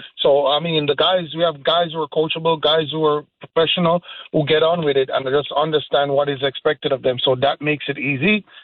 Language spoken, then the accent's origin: English; Jamaica; now in United States; I can safely say I am a product of a Connecticut youth soccer. I played at Oakwood. And when I came over from Jamaica, I played at Oakwood